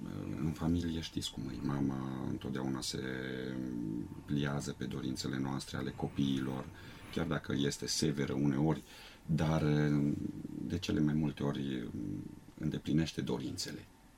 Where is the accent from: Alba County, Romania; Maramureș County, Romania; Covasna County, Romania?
Alba County, Romania; Vidra; now in Sebeș, Romania; Locul copilăriei sau locurile natale sunt Munții Apuseni, Comuna Vidra